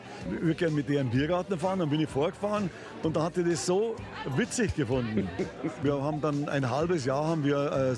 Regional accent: Ottobrunn, Bavaria, Germany; Ich bin in Ottobrunn aufgewachsen und da lebte ein sehr hübsches Mädchen

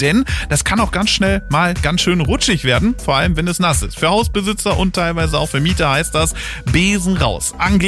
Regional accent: Northern Germany, Germany; now in Upper Palatinate, Germany; man hört das auch, dass ich persönlich jetzt nicht aus der Oberpfalz komme. Ursprünglich komme ich aus Norddeutschland, aus einer Stadt, die vor Jahren bundesweit wegen ihres Laubs bekannt geworden ist.

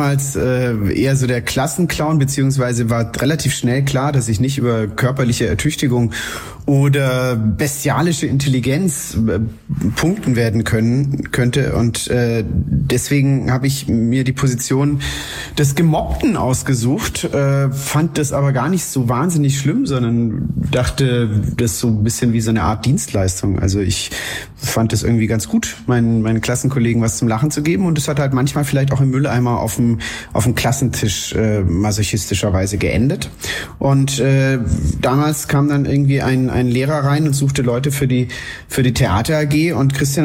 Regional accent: Konstanz, Baden-Württemberg, Germany; also born or lived in Munich; now in Lake Starnberg, Germany; Ich habe es erst später ins Paradies geschafft, und zwar in Konstanz am Bodensee. Und da gibt es einen Stadtteil, der nennt sich völlig zu Recht das Paradies. Und da durfte ich eine Zeit lang leben.

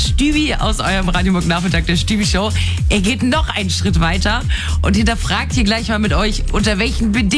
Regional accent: Germany; wir sind alle Deutsche

